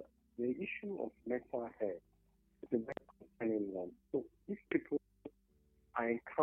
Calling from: Cross River, Nigeria; I'm calling from Cross River State, Yala local government in Wanihim.

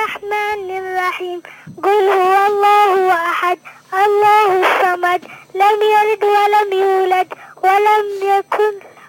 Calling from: Yemen; من الرحبة.

